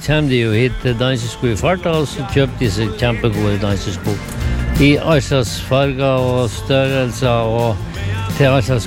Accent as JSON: {"language": "Norwegian", "town": "Ørnes", "region": "Nordland", "country": "Norway", "said": "Ja, kommer vi fra Ørnes i Meløy, alt med Saltstrømmen."}